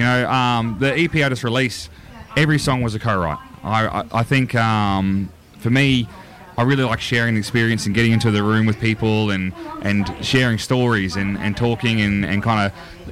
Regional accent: Queensland, Australia; I'm from not far around from you, mate.

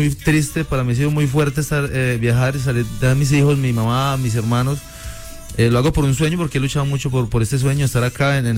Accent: Filadelfia, Caldas, Colombia; now in Belalcázar, Colombia; Filadelfia, Caldas.

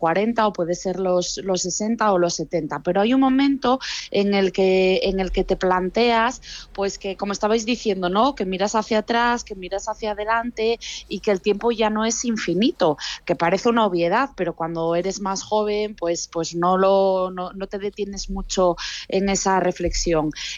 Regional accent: Asturias, Spain; now in Madrid, Spain; nosotros vivimos en Madrid, pero vamos muchísimo a Asturias porque los dos somos asturianos.

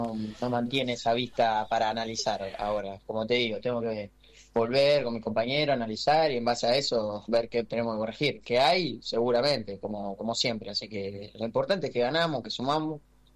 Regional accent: Argentina

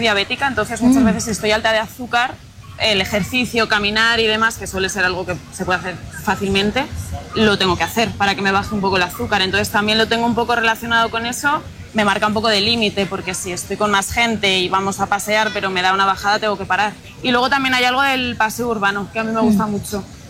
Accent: Segovia, Castile and León, Spain; Sí, sí, yo soy de Segovia.

